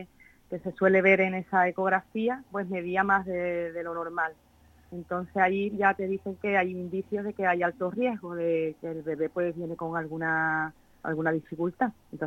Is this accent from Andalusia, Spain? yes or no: yes; Jerez de la Frontera, Andalusia, Spain; somos de Jerez, la frontera de Cádiz.